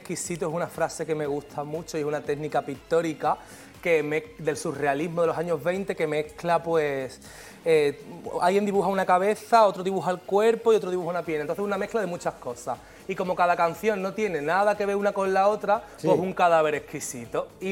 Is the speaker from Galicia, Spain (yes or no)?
no; Jerez de la Frontera, Andalusia, Spain; Hombre, que soy de Jerez de la Frontera.